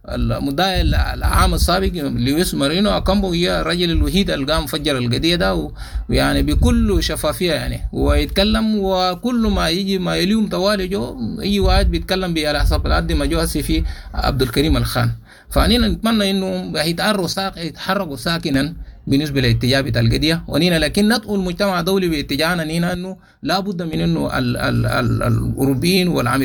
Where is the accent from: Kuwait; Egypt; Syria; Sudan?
Sudan; now in Chad; إحنا سودانيين